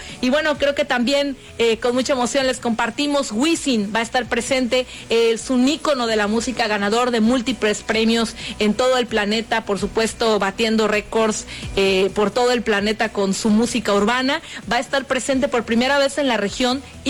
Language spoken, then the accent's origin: Spanish; Veracruz, Mexico; nuestra mano amiga, que nos distingue a nosotros los veracruzanos